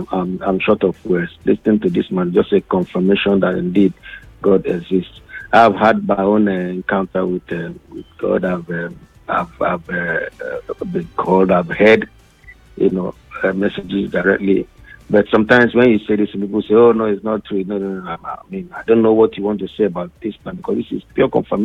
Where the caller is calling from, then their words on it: Lagos, Nigeria; I'm calling from Ikoyi.